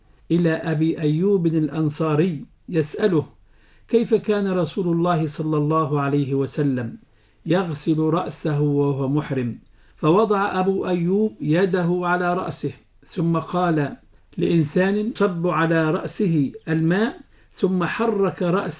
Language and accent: Arabic; Egypt; وهو ما يعرف عندنا في مصر بالكمر